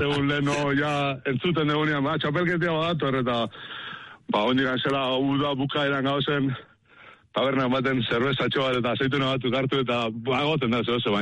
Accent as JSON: {"language": "Basque", "town": "Mendaro", "region": "Basque Country", "country": "Spain", "said": "Bueno, bai, ni Mendarokoa naiz, baina nere ama san autobortakoa."}